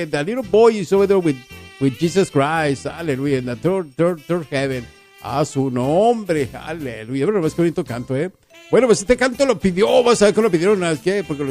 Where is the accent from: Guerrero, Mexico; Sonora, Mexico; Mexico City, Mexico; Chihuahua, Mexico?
Chihuahua, Mexico; Ciudad Juárez; yo soy mexicano. ¡Puro juarense! ¡Viva Juárez!